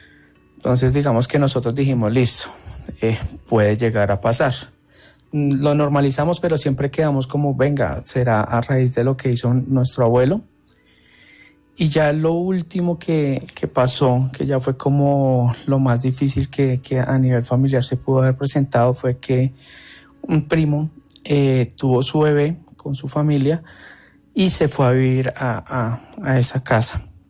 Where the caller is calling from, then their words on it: Bogotá, Bogotá Capital District, Colombia; Desde aquí, Bogotá.